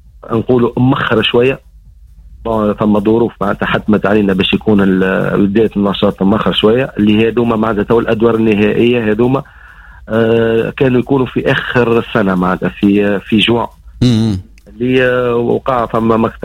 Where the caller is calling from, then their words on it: Sfax, Sfax Governorate, Tunisia; عندنا في صفاقس